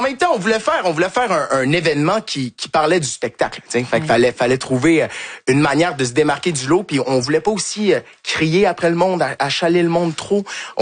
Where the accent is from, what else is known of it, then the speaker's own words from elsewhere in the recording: Quebec, Canada; Et du fait qu'on est Québécois aussi, ça aide. On est dans le sud de la France. C'est un accent qu'ils sont pas habitués d'entendre.